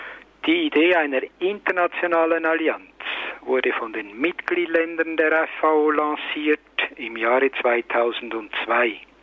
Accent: Switzerland; Erstens sind wir als Bürger der Schweiz in ein System eingebunden

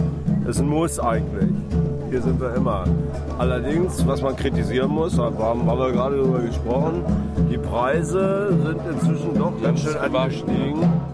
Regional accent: Dransfeld, Lower Saxony, Germany; Und die KLP, wir kommen aus Dransfeld, in der Nähe von Göttingen.

